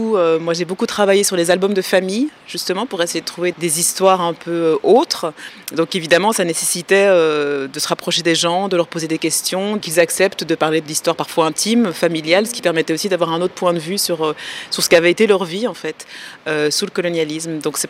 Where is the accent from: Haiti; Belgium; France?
Belgium; moved away as an adult; also born or lived in Brussels, Belgium; now in United States; Je suis née à Bruxelles, en Belgique, d'une maman congolaise et d'un papa belge. J'ai grandi en Belgique